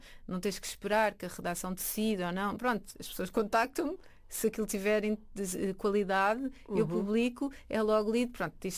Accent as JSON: {"language": "Portuguese", "country": "Portugal"}